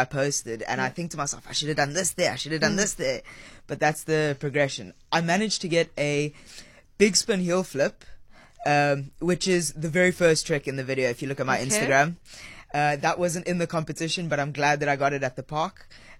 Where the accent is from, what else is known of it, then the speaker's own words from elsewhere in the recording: Namibia; moved away as an adult; now in South Africa; So I grew up in Namibia. I've got the dual citizenship.